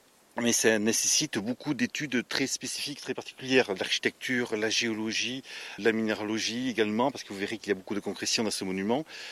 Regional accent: France; born there; je suis archéologue, je suis né à Verse et j'habite maintenant à Cabouret.

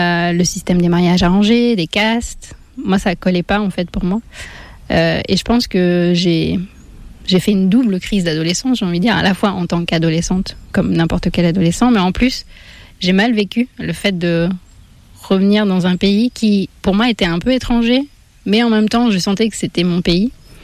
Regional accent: Île-de-France, France; born there; mon âme a décidé de s'incarner en France, en région parisienne, mais de parents indiens. Donc on va dire que ma première partie de vie jusqu'à 10 ans, j'ai connu une éducation à l'occidentale. Et puis, comme mes parents ont décidé de rentrer en Inde

